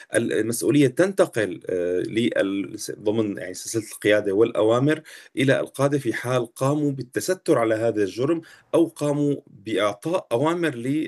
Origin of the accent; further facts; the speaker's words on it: Syria; نحن نتحدث كسوريين عانوا من ذاكرة يعني صعبة فيما يتعلق كشعب سوري طبعا بالسجون